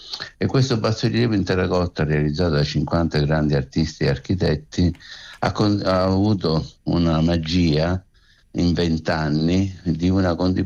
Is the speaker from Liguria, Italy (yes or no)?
no; Sicily, Italy; io da siciliano